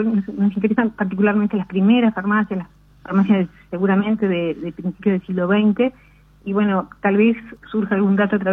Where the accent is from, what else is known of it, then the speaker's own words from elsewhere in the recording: Tacuarembó, Uruguay; soy de Tacuarembó